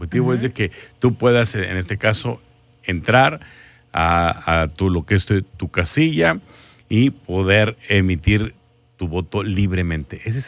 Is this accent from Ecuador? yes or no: no; Mexico; Ya ves cómo somos los mexicanos.